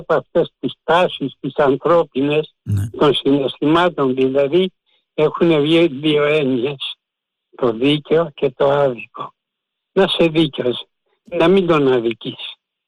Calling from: Kallithea, Attica, Greece; από την Καλλιθέα.

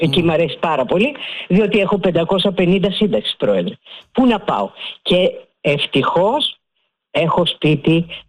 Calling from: Athens, Attica, Greece; Μένω στο Βύρονα.

